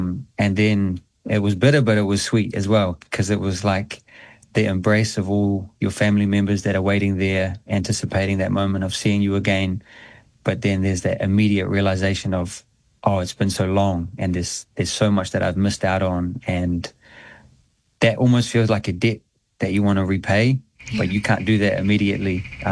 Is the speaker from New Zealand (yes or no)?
yes; New Zealand; I always felt like a bit of an alien growing up in New Zealand, to be honest. And going home gave me an anchoring, like a place where I was like, oh, this is why I am the way that I am and where I'm from.